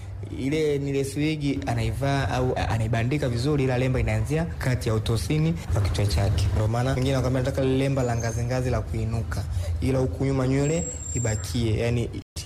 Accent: Dodoma, Tanzania; natokea Dodoma.

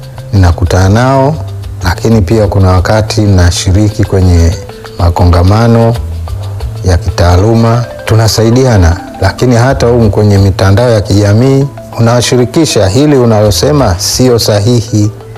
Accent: Same, Kilimanjaro, Tanzania; moved away; Kijijini kwetu tuna nyumba yetu Same kule

